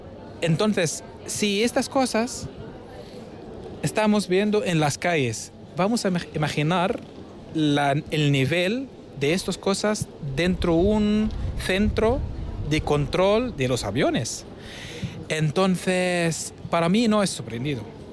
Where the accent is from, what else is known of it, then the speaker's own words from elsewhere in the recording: Ramallah, West Bank, Palestine; Spanish is a second language; moved away as an adult; now in Spain; soy de Ramallah, la ciudad muy famosa en Cisjordania